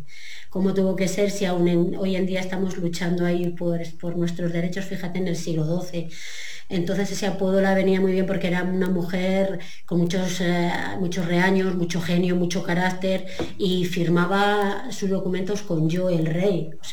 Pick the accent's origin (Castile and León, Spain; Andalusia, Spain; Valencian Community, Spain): Castile and León, Spain